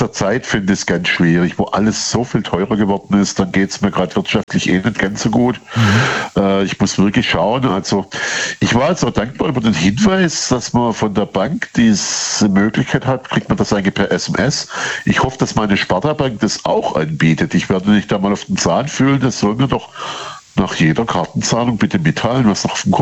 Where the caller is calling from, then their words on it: Rems-Murr district, Baden-Württemberg, Germany; So 40 Kilometer nördlich von Stuttgart